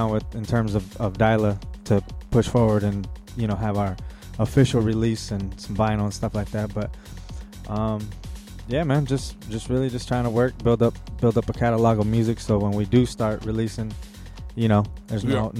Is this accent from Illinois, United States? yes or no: no; Lansing, Michigan, United States; moved away; from Lansing, you know, I mean, Lansing is my hometown, but, I mean, I live out this way now